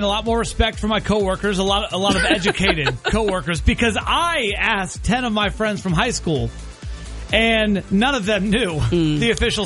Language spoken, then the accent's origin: English; Chesapeake, Virginia, United States; born there